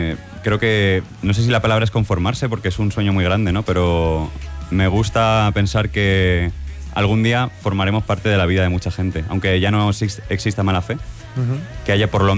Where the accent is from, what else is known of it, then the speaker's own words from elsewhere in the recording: Alicante, Valencian Community, Spain; also born or lived in Murcia; yo soy alicantino y amo mi ciudad